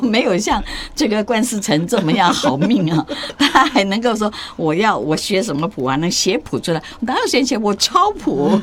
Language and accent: Chinese; Taoyuan, Taiwan; 那我们这桃园呢，因为我是桃园人